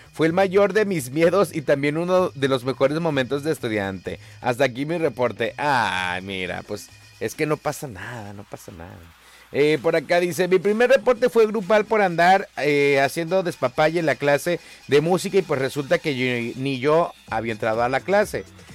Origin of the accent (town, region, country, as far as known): Mexico